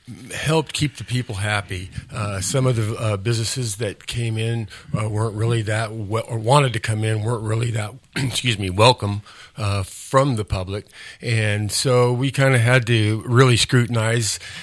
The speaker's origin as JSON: {"language": "English", "town": "Shasta Lake", "region": "California", "country": "United States", "tie": "born or raised there", "said": "was born and raised in Central Valley, Shasta Lake, 1960."}